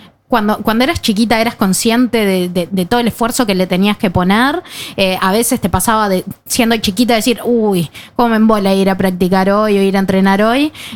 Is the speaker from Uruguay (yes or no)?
yes; Uruguay; Yo como uruguaya no tengo problema que se vaya Messi.